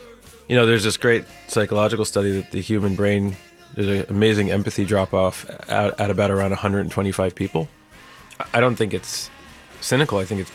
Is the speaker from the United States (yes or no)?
yes; New Jersey, United States; We got married in the beach town that I grew up in Jersey